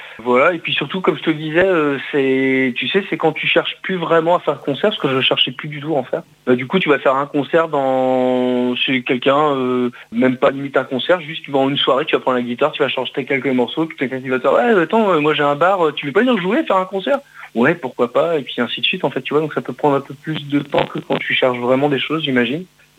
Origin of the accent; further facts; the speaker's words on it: Rennes, Brittany, France; Je suis bien de Rennes.